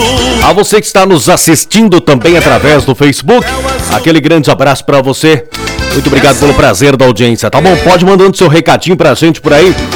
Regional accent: South Region, Brazil; Eu sou do Sul.

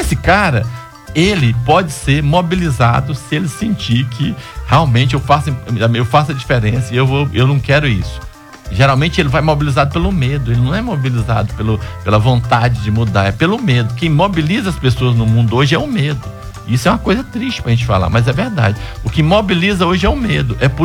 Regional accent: Goiás, Brazil; moved away; eu sou de Goiás, mas morei muito tempo fora

